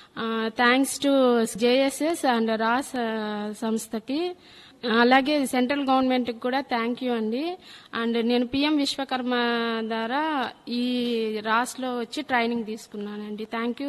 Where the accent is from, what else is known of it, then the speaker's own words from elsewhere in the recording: Tirupati, Andhra Pradesh, India; నేను తిరుపతి నుంచి వస్తున్నాను.